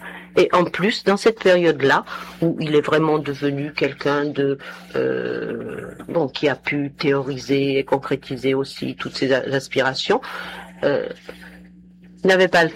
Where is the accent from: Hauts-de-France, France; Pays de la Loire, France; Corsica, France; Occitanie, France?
Corsica, France; Enfin, moi, je suis corse, disons, je suis attaché à la Corse. J'aime mon pays, j'ai de la famille là-bas, j'ai une petite maison.